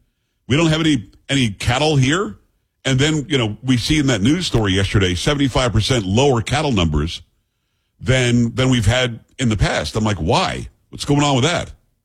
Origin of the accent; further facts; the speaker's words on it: Florida, United States; Now, when I grew up in South Florida, we had an next door neighbor